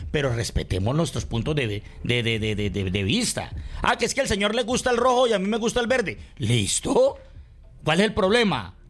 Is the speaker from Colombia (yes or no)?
yes; Colombia; Empecemos por respetarnos los dos, Rafa. Y verá que yo creo que podemos exigir respeto los dos como colombianos.